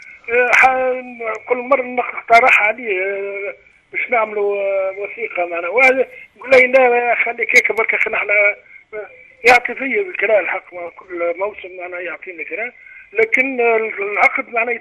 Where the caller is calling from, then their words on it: Tunisia; من قلعة خفر.